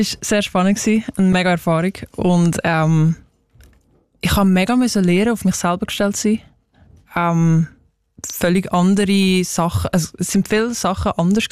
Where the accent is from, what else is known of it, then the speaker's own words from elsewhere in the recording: Switzerland; also born or lived in Indiana, United States; Es ist fast schwierig, zu Hause etwas zu kochen, das als Schweizer Essen herkommt